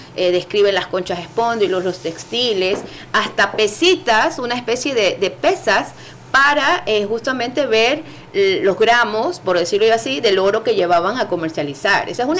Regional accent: Ecuador

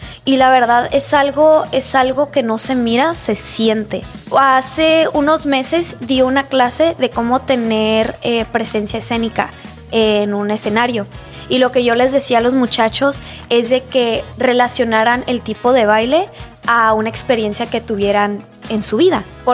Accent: Mexico; es algo que me enorgullece porque pues obviamente soy mexicana.

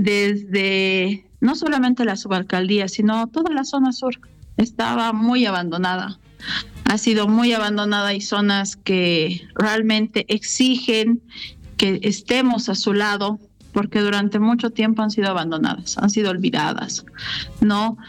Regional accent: La Paz, Bolivia; Como paceños, creo que es un mes que nos realza, que hace que ese corazoncito paceño vibre

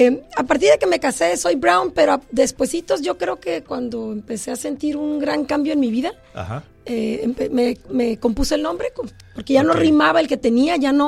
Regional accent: Tijuana, Baja California, Mexico; Aquí nací, aquí viví y aquí no moriré. Pero aquí estoy muy contenta de Tijuana en la Onda.

